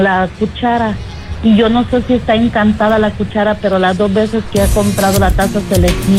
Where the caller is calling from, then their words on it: Thousand Oaks, California, United States; de Thousand Oaks.